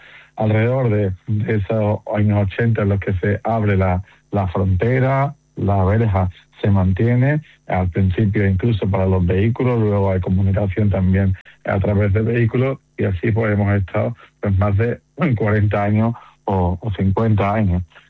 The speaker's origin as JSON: {"language": "Spanish", "town": "San Roque", "region": "Andalusia", "country": "Spain", "said": "mi pueblo, San Roque"}